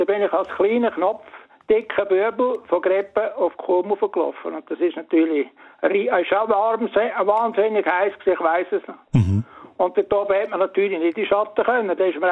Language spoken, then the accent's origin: German; Lucerne, Switzerland; Aber sonst bin ich immer als Luzerner kantonaler Innerschweizer, ist obligatorisch gewesen, das Rigi schwingen.